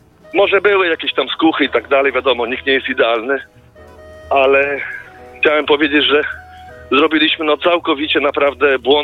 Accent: Gdynia, Pomeranian Voivodeship, Poland; born there; now in Bydgoszcz, Poland; Ja ogólnie urodziłem się w Gdyni, mieszkam w Bydgoszczy teraz obecnie

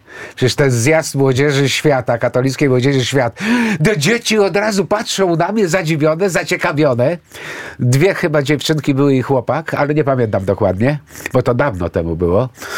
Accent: Greece; Polish is a second language; also born or lived in Poland; ja jestem Grekiem i za komuny w szkole podstawowej i średniej był przepis, że jeśli dziecko zna język obcy, to nie musi się uczyć rosyjskiego, to rodzice mnie zwolnili

